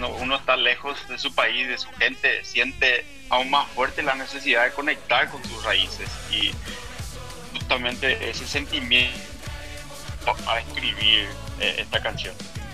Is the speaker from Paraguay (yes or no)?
yes; Paraguay; moved away as an adult; now in Hamburg, Germany; somos, como paraguayos, somos muy fanáticos del fútbol. Desde chico ya crecimos con esa pasión